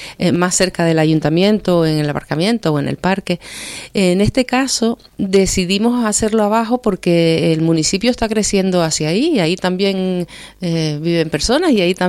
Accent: Canary Islands, Spain; deberíamos vivirlo como canarios

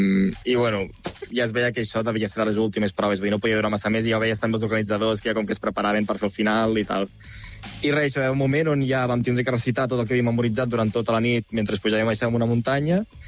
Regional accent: Pira, Catalonia, Spain; a la piscina de Pira, del meu poble

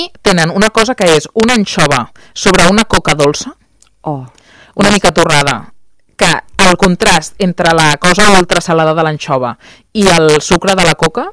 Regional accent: Barcelona, Catalonia, Spain; Doncs mira, ara sortirem de Barcelona, perquè jo sóc molt barcelonina

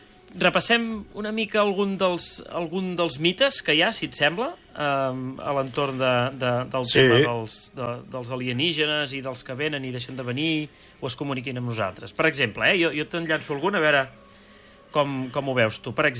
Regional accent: Catalonia, Spain; som catalans, per definició, el que faríem és parlar-los en castellà i molt alt

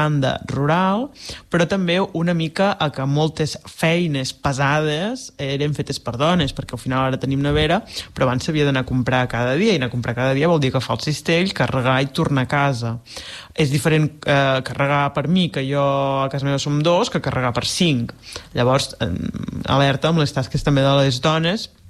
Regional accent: Blancafort, Catalonia, Spain; quan ve marcat a Blancafort, al meu poble, jo el faig servir.

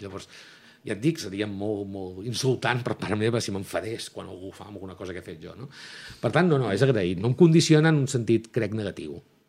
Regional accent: Girona, Catalonia, Spain; born or raised there

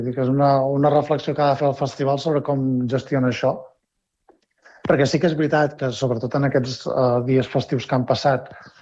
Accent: Catalonia, Spain; Jo en el meu cas vinc del Ripollès

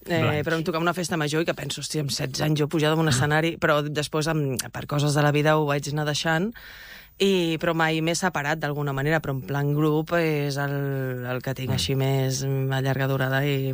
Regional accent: Premià de Mar, Catalonia, Spain; born there; jo formada des de petita aquí a l'Escola de Música d'aquí de Premià

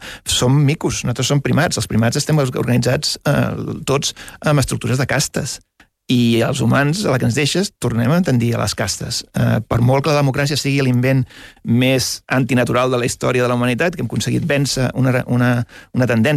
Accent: Catalonia, Spain; first language Catalan; moved away as an adult; also born or lived in England; Jo vivint a fora, com a migrant que sóc, Catalunya és el meu punt de referència, és el lloc on sé que sóc, que hi ha la meva gent.

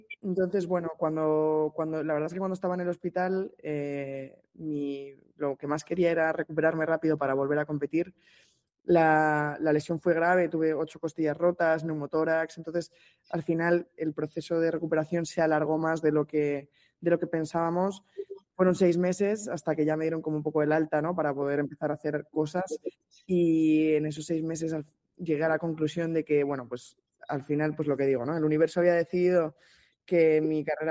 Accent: Madrid, Community of Madrid, Spain; aunque soy de Madrid, me siento mucho más mediterránea que otra cosa

